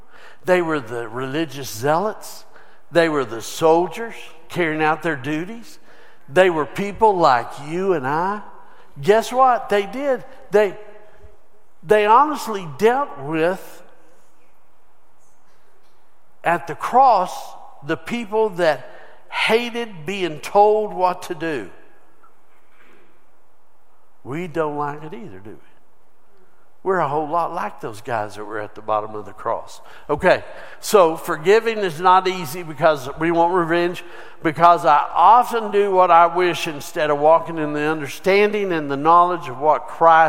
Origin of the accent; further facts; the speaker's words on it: United States; Because that's in our DNA as an American.